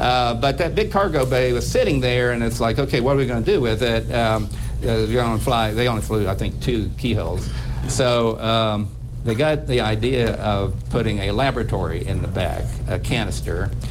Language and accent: English; West Virginia, United States; Well, I come from the Appalachians, you know, and that's what I like to tell everybody.